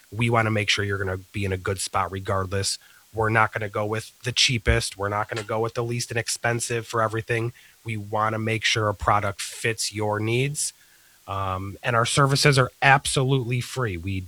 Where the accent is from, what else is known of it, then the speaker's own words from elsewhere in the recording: Buffalo, New York, United States; I am from the Buffalo area.